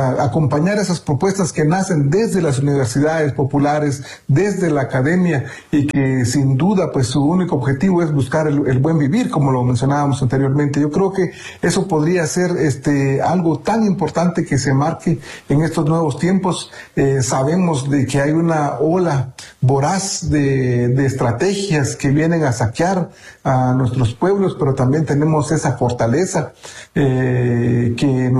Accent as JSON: {"language": "Spanish", "country": "Guatemala", "first_language": "Kaqchikel", "second_language": "Spanish", "said": "Me gustaría también mandarles un saludo en mi idioma materno, que es el cachiquel. Es un idioma, es uno de los 22 idiomas mayas que hablamos aquí en Guatemala."}